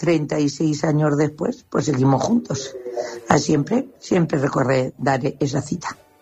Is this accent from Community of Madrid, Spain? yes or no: no; Villanueva de los Infantes, Castilla-La Mancha, Spain; Ruidera está a 30 kilómetros de donde yo soy, de Villanueva de los Infantes.